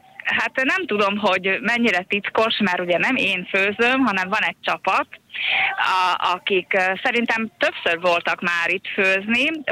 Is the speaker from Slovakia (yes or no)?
yes; Nagyabony, Trnava Region, Slovakia; Nagyabanyból jöttünk Szlovákiába, felvidékről. Ez egy 1570 lelket számláló község